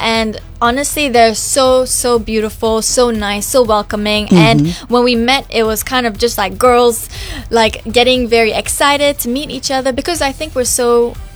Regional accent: Singapore; Yes, so I'm a singer-songwriter mm-hmm. from Singapore.

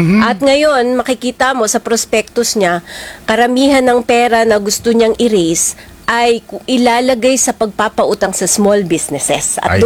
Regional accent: Bicol Region, Philippines; Tagalog is a second language; Mahina po ako sa Tagalog. Bicolana kasi ako.

